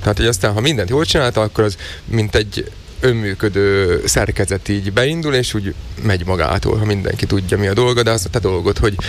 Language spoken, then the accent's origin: Hungarian; Slovakia; szlovákiai magyarok vagyunk